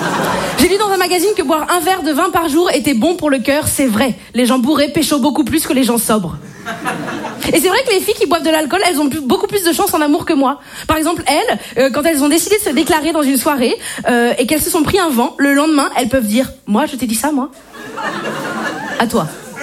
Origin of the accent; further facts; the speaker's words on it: Brittany, France; je suis bretonne et je ne bois pas d'alcool.